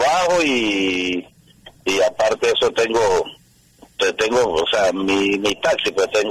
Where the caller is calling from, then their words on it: Panama; De aquí de Panamá.